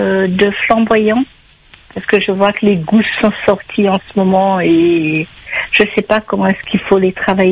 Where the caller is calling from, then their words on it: Saint-Denis, Réunion; Moi, je suis sur Saint-Denis.